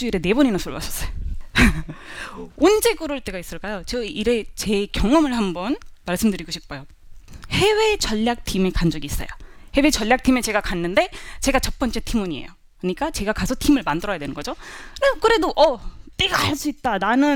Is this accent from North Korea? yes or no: no; India; Korean is a second language; moved away as an adult; now in South Korea; 인도에서 온